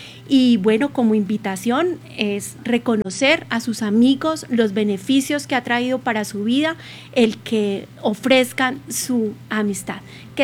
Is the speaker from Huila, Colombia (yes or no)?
no; Bogotá, Colombia; desde Bogotá, desde mi tierra